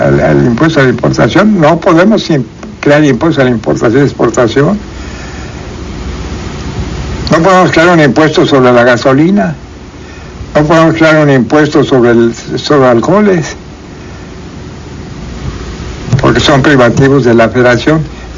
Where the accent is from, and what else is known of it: Quintana Roo, Mexico